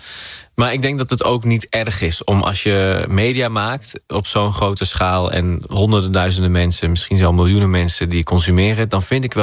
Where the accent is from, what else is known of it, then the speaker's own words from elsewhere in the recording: Morocco; also born or lived in Netherlands; Toen ik denk, maar ik ben ook Marokkaans.